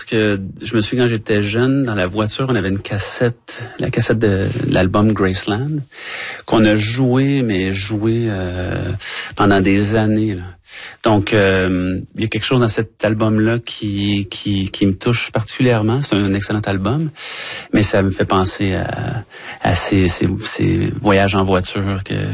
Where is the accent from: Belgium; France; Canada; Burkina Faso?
Canada; Quebec; Moi, je viens du Québec.